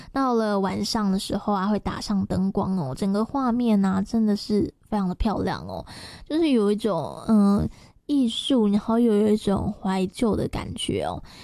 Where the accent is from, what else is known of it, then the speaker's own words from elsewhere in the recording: Tainan, Taiwan; 我本身是台南人嘛